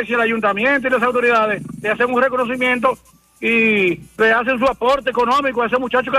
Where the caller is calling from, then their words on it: Guaucí, Espaillat, Dominican Republic; yo soy de aquí de Guaucí.